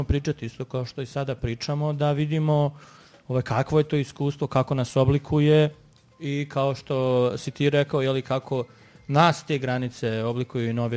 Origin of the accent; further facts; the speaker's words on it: Sarajevo, Federation of Bosnia and Herzegovina, Bosnia & Herzegovina; born there; ja sam rođen u Sarajevu, kasnije sam odrastao svugdje, negdje u izbjeglištvu sa roditeljima, pa sam se ponovo vratio u Bosnu i bio takozvano raseljeno lice.